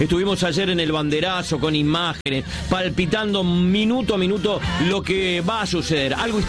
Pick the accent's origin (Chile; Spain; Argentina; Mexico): Argentina; Córdoba